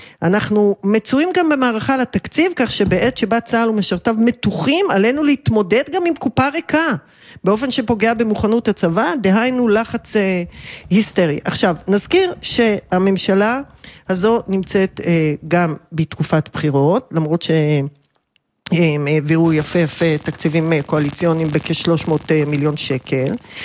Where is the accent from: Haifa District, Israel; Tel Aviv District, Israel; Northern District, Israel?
Tel Aviv District, Israel; Tel Aviv; לא, לא, אני ממש תל אביבית, אפילו בצפון, צפון תל אביב.